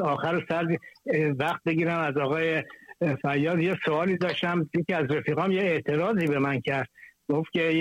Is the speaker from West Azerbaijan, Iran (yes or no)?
no; Sistan and Baluchestan, Iran; Persian is a second language; به راحتی بگم، خود من بلوچم، فارسی من بود، فارسی من زیاد خوب